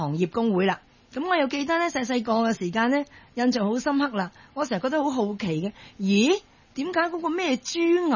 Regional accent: Guangdong, China; 咁但係當然我哋本身係廣東人嚟噶嘛。

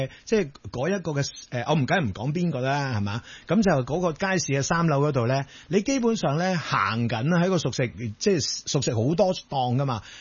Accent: Chaozhou, Guangdong, China; 咁跟住我问佢，我潮州人咧系咪冇耐性啊？

